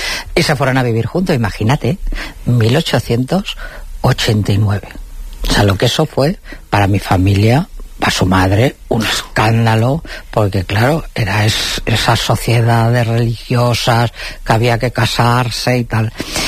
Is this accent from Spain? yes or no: yes; Castile and León, Spain; pueblecito que yo te digo, de Navalsau, de Ávila. Y él se fue hasta Ávila en tren, y de Ávila a mi pueblo en burro.